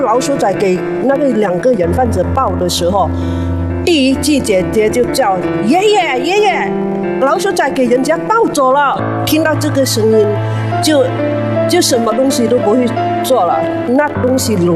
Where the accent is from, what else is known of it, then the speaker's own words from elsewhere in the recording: Jieyang, Guangdong, China; 我来自广东揭阳，